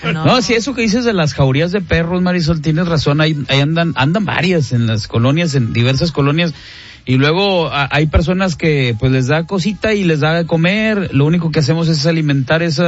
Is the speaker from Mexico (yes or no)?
yes; Santa Catarina, Nuevo León, Mexico; una paisana mía de allá de mi municipio